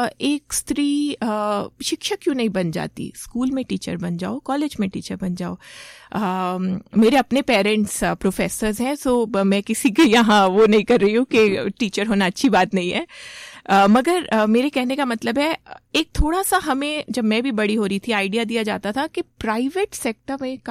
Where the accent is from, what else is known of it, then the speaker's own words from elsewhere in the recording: Ambala, Haryana, India; moved away as an adult; मैं अंबाला से ही हूँ, यहीं पली बड़ी हूँ, यहीं पे स्कूलिंग हुई, यहीं पे इंजीनियरिंग हुई